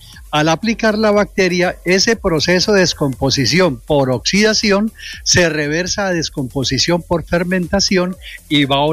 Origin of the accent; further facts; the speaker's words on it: Restrepo, Meta, Colombia; en mi pueblo, de Restrepo, un pedacito de cielo enclavado en el piedemonte llanero